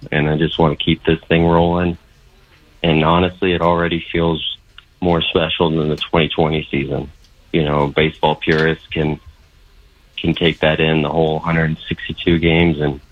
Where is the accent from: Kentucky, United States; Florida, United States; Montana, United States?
Florida, United States; Tarpon Springs; moved away as an adult; now in Chicago, United States; I'm a little bit of a snowbird. I'm a golf professional. I'm born and raised in Tarpon Springs, but I'm up in Chicago now.